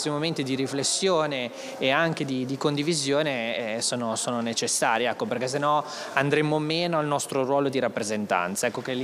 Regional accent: Genoa, Liguria, Italy

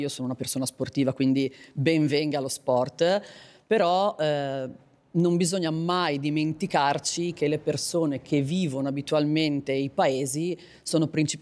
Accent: Ronco Scrivia, Liguria, Italy; also born or lived in Genoa / Milan; sono nata a Genova, ho vissuto quasi la mia intera vita a Roncoscrivia, tranne un periodo di circa 15 anni in cui ho lavorato sia a Milano che all'estero.

